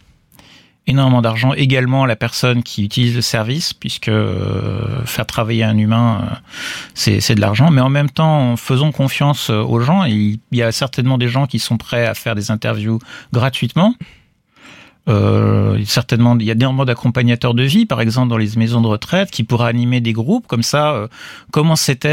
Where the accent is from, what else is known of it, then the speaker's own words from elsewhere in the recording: France; now in Germany; mon enfance à Cannes-sur-Mer.